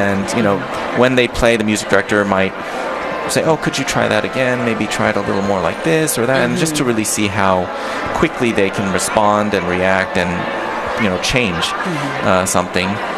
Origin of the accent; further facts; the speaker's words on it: Lexington, Kentucky, United States; moved away; growing up in a small town in Lexington, Kentucky